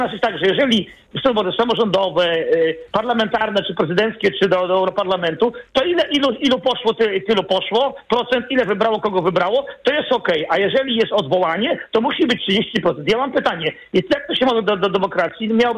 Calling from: Wrocław, Lower Silesian Voivodeship, Poland; u nas w Wrocławiu były dwa nieudane próby referendum odwołania naszego prezydenta.

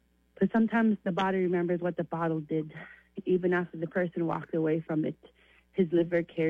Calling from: Anchorage, Alaska, United States; I'm calling from Anchorage

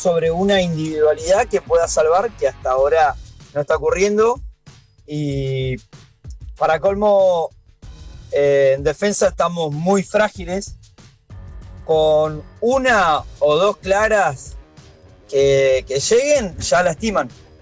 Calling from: Comodoro Rivadavia, Chubut, Argentina; Hola, buenas noches … de Comodoro Rivadavia.

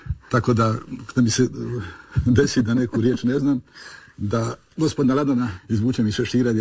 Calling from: Šibenik, Šibenik-Knin County, Croatia; Kod nas u Dalmaciji, u Šibeniku

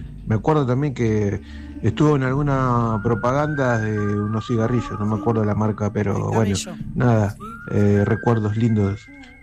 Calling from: Coghlan, Buenos Aires, Argentina; de Coblan, el técnico ferroviario

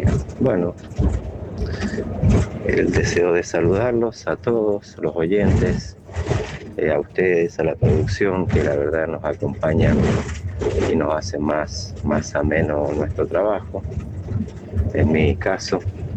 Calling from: Maipú, Mendoza, Argentina; de Maipú, Mendoza, el chofer de larga distancia.

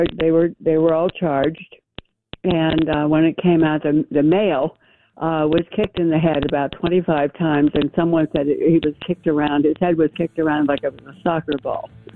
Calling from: Cincinnati, Ohio, United States; I live outside of Cincinnati.

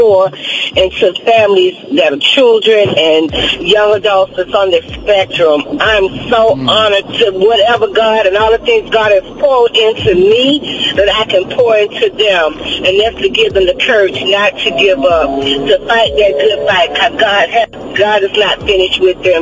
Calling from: Atlanta, Georgia, United States; I'm calling from Atlanta, Georgia.

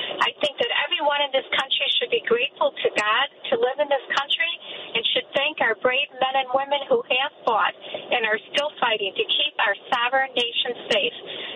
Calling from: Chicago, Illinois, United States; from Chicago.

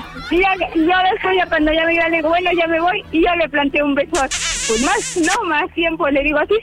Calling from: Orizaba, Veracruz, Mexico; 40 y soy de Orizaba, Veracruz.

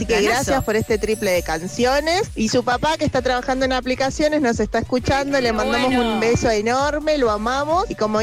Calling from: El Talar, Buenos Aires Province, Argentina

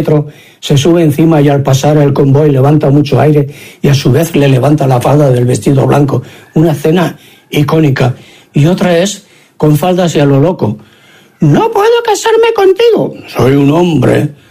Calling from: Barcelona, Catalonia, Spain; … de Barcelona.

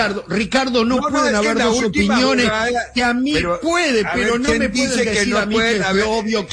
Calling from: Uruguay; soy uruguayo

